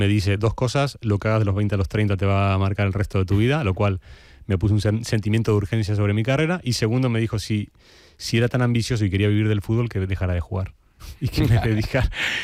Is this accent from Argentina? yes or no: yes; Argentina; now in Gandía, Spain; Muy simple, inmigrante. Vine de Argentina en 2002. Uh-huh. y mi historia con el fútbol, habiendo jugado toda la vida, uh-huh, empieza en Gandía.